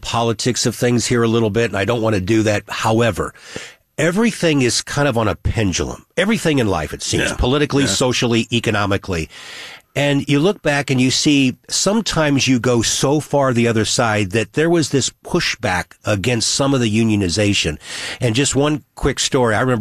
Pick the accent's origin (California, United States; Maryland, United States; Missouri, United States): Missouri, United States; Florissant; also born or lived in Lake St. Louis; And I think about me growing up in Florissant in the 60s, and then our family moving out to this new place called Lake St. Louis in the 70s.